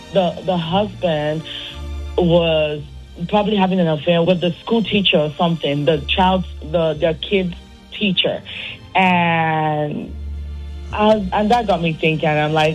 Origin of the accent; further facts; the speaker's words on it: Nigeria; We're Nigerian, yeah.